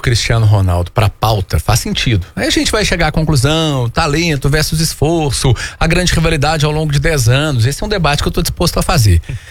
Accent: Brazil; E como bom brasileiro que sou

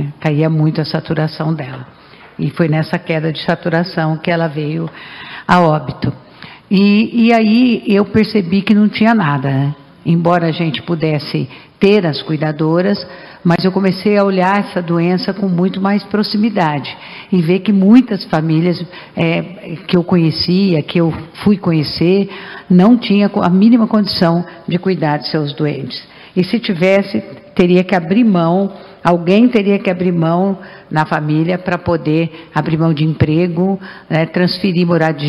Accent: Catanduva, São Paulo, Brazil; eu sou de Catanduva

